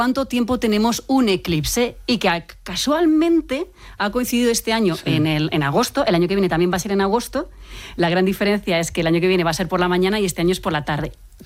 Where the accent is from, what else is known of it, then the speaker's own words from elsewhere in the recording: Castilla-La Mancha, Spain; Entonces, yo soy niña de la serranía de Cuenca.